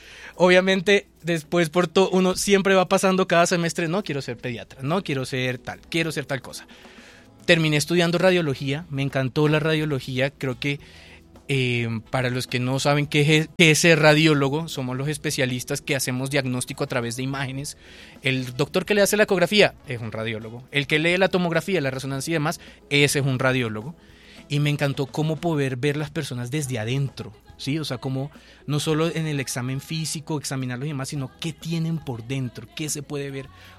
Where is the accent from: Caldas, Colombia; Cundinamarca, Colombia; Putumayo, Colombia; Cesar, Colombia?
Cesar, Colombia; Valledupar; yo soy de Valledupar